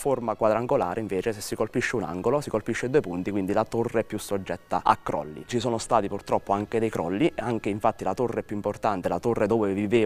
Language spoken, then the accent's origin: Italian; Roccascalegna, Abruzzo, Italy; Rocca Scaregna, oltre ad essere il mio paese, luogo dove mi piace vivere, dove ho la maggior parte degli amici, degli interessi